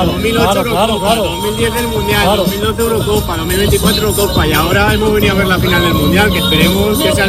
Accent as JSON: {"language": "Spanish", "town": "Tomelloso", "region": "Castilla-La Mancha", "country": "Spain", "said": "No, yo soy de Tomelloso."}